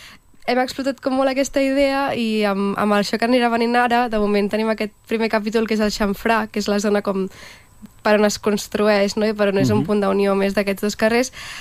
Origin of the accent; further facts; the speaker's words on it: Vacarisses, Catalonia, Spain; now in Barcelona, Spain; Jo sóc de Vacarisses.